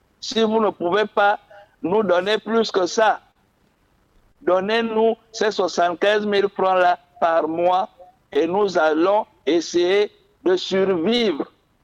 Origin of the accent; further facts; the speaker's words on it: Gabon; Nous sommes aussi des Gabonais comme vous.